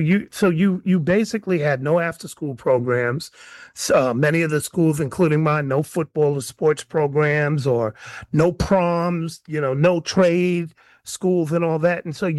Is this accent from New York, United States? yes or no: yes; New York, United States; growing up in New York